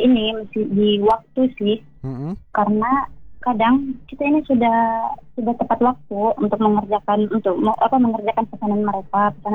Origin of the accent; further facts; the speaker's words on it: Sulawesi, Indonesia; moved away as an adult; now in Jakarta, Indonesia; Aku kan orang Sulawesi nih, Kak.